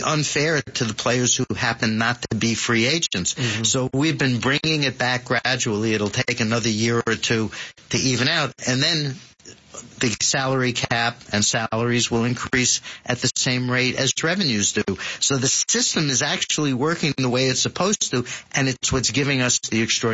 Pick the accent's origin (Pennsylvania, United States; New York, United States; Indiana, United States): New York, United States; born or raised there